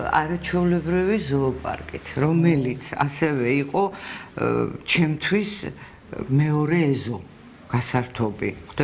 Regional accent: Tbilisi, Georgia; მაგრამ ჩემ ბავშვობაში ესე იყო და ჩემი პირველი აღქმა ამიტომ თბილისის იყო აი ეს ფანჯრიდან დანახული ეს მოედანი.

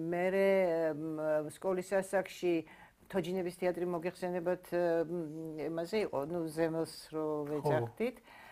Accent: Tbilisi, Georgia; დაიბადე თბილისში. ვაკეში დაიბადე. დღემდე ვცხოვრობ იმავე ქუჩაზე, ყოთ იმავე სახლში არ ვცხოვრობ.

